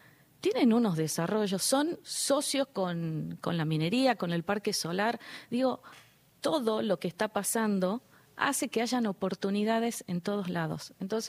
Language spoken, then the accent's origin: Spanish; Jujuy, Argentina; pues yo soy de Jujuy